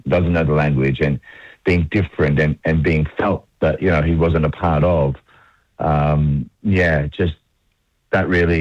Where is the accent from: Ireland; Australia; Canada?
Australia; Melbourne, Victoria; I'm literally from Melbourne, and I came to Adelaide because I have some family here